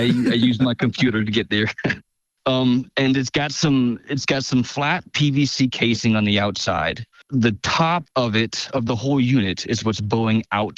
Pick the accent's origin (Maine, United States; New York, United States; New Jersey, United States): Maine, United States; Appleton; I am from Appleton, Maine.